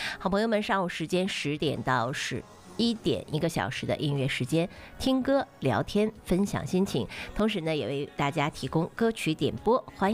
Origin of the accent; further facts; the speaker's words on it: Changli, Hebei, China; 我的家乡昌黎